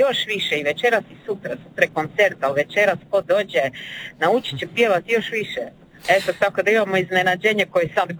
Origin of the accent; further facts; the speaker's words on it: Labin, Istria County, Croatia; accent: Labinjon Chakavian; bez obzira na taj naš akcent ili na to nešto drugče. To je jedan od najstarijih dijalekata u Hrvatskoj